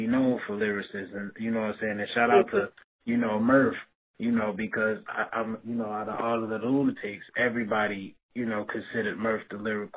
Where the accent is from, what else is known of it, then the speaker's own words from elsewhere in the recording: St. Louis, Missouri, United States; I was from St. Louis